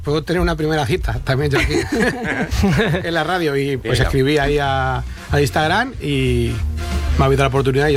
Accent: Aranjuez, Community of Madrid, Spain; accent: Toledo; O sea, tenemos el acento más de Toledo que de Madrid.

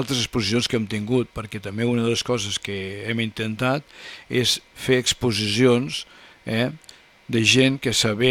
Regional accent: Puigverd de Lleida, Catalonia, Spain; jo sempre dic que vaig néixer a Puigverd, m'emociono quan parlo de Puigverd, i també sempre dic que el dia que jo mori vull enterrar-me a Puigverd.

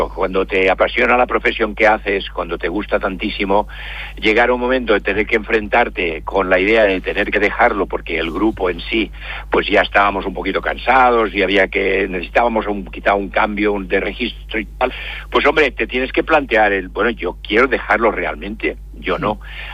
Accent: Badalona, Catalonia, Spain; born there; now in Barcelona, Spain; Yo nací en Badalona, pero vivo en Barcelona, sí, toda la vida, sí.

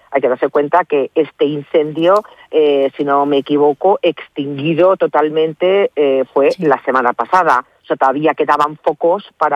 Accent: Spain; ese impulso que tenemos como sociedad española

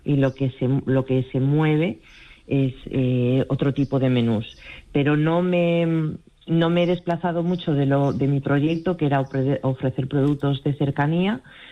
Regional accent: Galicia, Spain; also born or lived in Madrid; Yo soy gallega, he estado 5 años fuera en Madrid, pero el resto de mi vida la he vivido en Galic

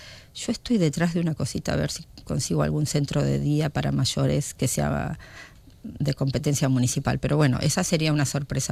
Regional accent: Argentina; now in Spain; yo como argentina, viví cuando tenía 22 años y estaba en quinto año de medicina, la guerra de las Malvinas.

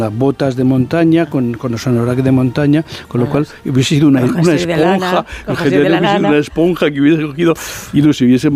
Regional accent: Madrid, Community of Madrid, Spain; Y yo dije, yo como soy de Madrid, pues dije, pues normal.

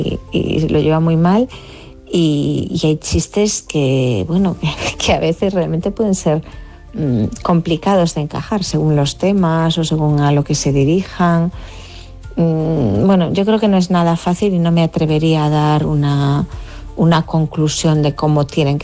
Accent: Galicia, Spain; La ironía, que yo que soy gallega, bueno, respiramos la ironía como, como parte del idioma, ¿no?

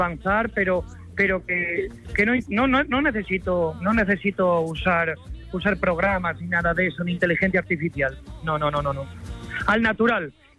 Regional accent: Asturias, Spain; Soy un asturiano enamorado de la copla. No soy del sur, ni soy poeta, ni en mis raíces hay sangre flamenca

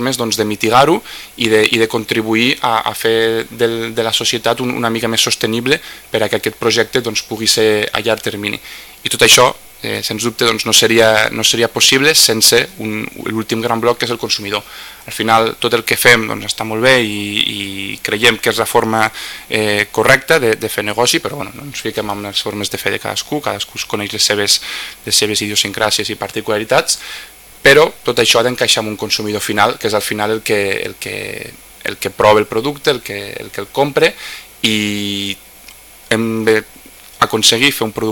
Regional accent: Lleida, Catalonia, Spain; som de Lleida, sabem el que implica la terra i l'entorn amb el que ens trobem.

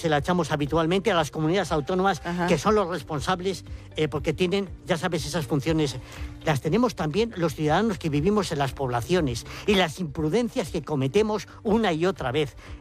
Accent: Fermoselle, Castile and León, Spain; Y es el incendio de mi tierra, en Fermoselle.

